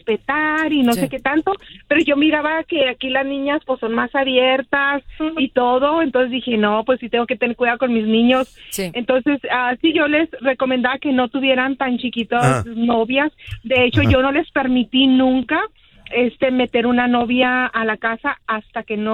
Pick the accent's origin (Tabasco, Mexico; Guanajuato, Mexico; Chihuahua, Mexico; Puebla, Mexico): Chihuahua, Mexico; Yo soy de Chihuahua.